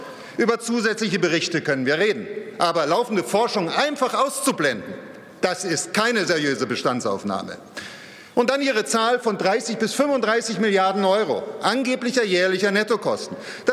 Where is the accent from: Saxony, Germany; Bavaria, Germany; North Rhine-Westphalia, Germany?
Saxony, Germany; Dresden; ich komme aus Dresden und wer durch unsere Altstadt geht, begegnet am italienischen Dörfchen einer Geschichte von Zuwanderung.